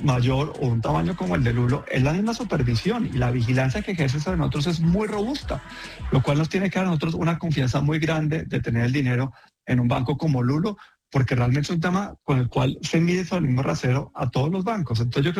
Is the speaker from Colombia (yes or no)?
yes; Colombia